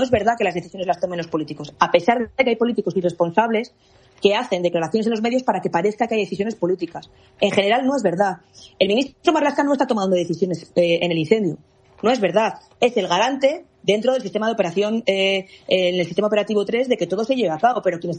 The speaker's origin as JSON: {"language": "Spanish", "town": "León", "region": "Castile and León", "country": "Spain", "lives_now": "Madrid, Spain", "said": "Yo siempre estoy en mi tierra, voy todo lo que puedo. Es verdad que mis responsabilidades ahora me hacen estar mucho más en Madrid. Me gustaría más estar en León"}